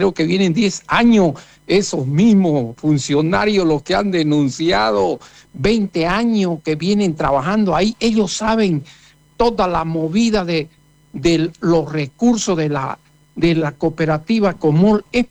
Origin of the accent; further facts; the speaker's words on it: Montero, Santa Cruz, Bolivia; Mi pueblo de Montero, abran los ojos, abran los ojos.